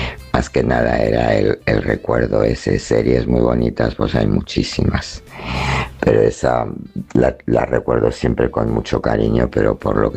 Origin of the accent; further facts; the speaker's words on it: Alcalá de Henares, Community of Madrid, Spain; de Alcalá de Henares.